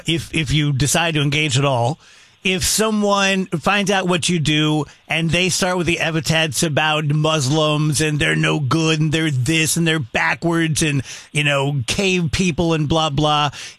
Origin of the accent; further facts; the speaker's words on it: Scotland, United Kingdom; I am proud to be Scottish or Scottish Nord